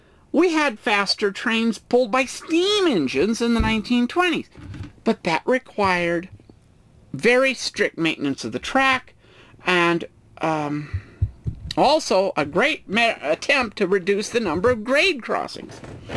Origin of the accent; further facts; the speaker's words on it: the West, United States; I'm from the West.